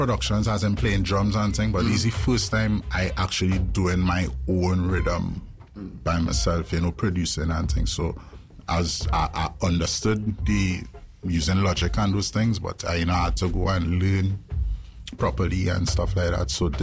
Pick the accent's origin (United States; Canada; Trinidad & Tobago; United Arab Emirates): Trinidad & Tobago; Tobago; We grew up together in Tobago, right?